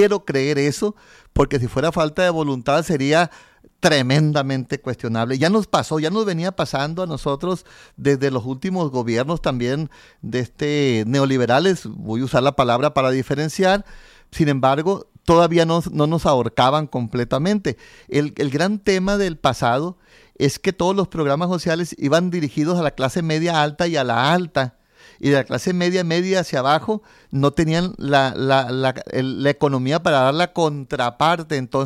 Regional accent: Mexico; nosotros somos Estados Unidos mexicanos

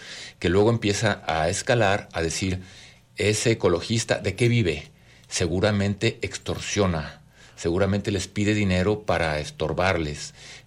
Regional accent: Guadalajara, Jalisco, Mexico; born there; also born or lived in Puerto Vallarta; Mira, nosotros nacimos aquí en Guadalajara, nos conocimos en el 92, nos casamos en el 95. En el 96 nos fuimos a Puerto Vallarta

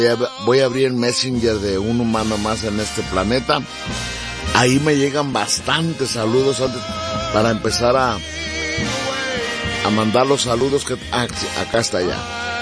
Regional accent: San José de Gracia, Jalisco, Mexico; Somos de San José de Gracia, Jalisco, y todos los domingos te escuchamos.

